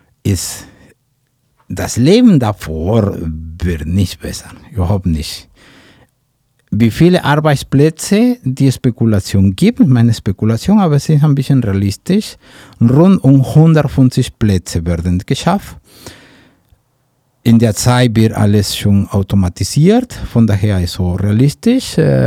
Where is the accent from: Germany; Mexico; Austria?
Mexico; German is a second language; Ich meine, ich bin Mexikaner